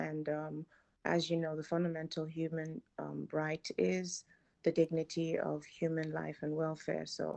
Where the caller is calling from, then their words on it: Nigeria; we're sending love from Nigeria, and hopefully everything will be okay.